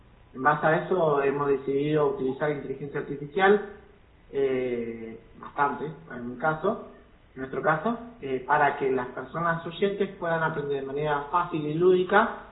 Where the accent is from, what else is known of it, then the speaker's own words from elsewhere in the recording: La Matanza, Buenos Aires Province, Argentina; De Buenos Aires, en mi caso, soy de Buenos Aires, La Matanza.